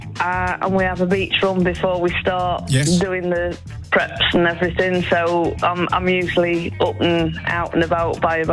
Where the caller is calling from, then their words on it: Blyth, North East England, United Kingdom; Blythe in Northumberland.